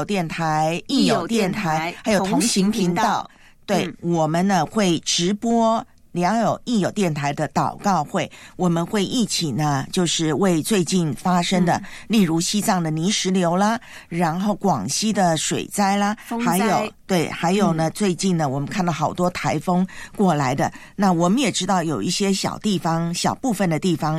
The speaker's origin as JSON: {"language": "Chinese", "country": "Taiwan", "tie": "born or raised there", "moved": "yes", "said": "因为如果在我的老家台湾"}